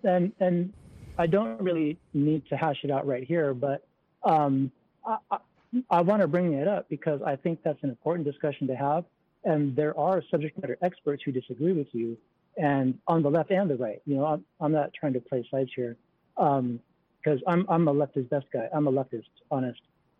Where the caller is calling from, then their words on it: Bremerton, Washington, United States; I'm from Bremerton.